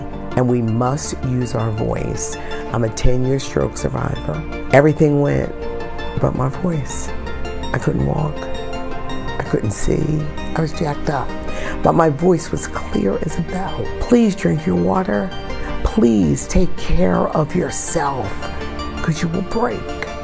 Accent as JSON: {"language": "English", "town": "Philadelphia", "region": "Pennsylvania", "country": "United States", "tie": "born or raised there", "said": "I'm a 44-year radio vet. I grew up in South Philadelphia. I lived there practically all of my life."}